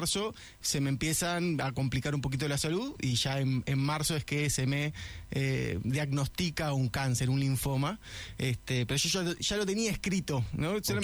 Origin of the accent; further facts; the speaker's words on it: Argentina; moved away as an adult; now in Chile; como argentino, que siempre pude entrar en Chile